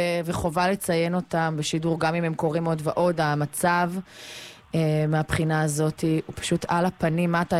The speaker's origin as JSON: {"language": "Hebrew", "region": "Sharon plain", "country": "Israel", "said": "אני מהשרון"}